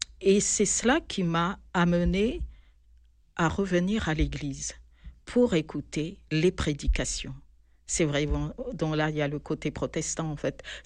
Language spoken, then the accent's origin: French; Antananarivo, Analamanga, Madagascar; moved away as an adult; now in Aix-en-Provence, France; Oui, je suis malgache, je viens de Madagascar. Et je suis venue, donc après mon bac, j'ai passé mon bac à Madagascar, en Antananarivo.